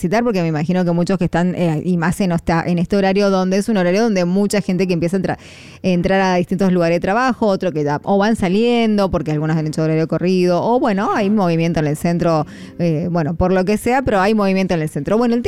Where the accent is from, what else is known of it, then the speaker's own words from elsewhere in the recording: Mendoza, Argentina; ¿Cómo somos los mendocinos ahí, pacífico?